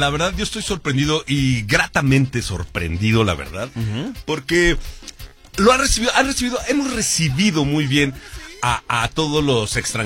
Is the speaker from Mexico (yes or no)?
yes; Mexico; Como somos los mexicanos, ¿no?